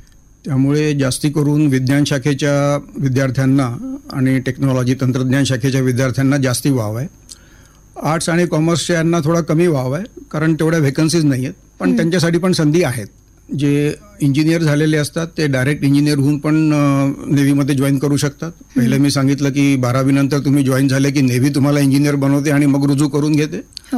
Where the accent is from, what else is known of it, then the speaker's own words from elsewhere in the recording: Nagpur, Maharashtra, India; माझा जन्म आणि शिक्षण नागपुरात झालं आहे.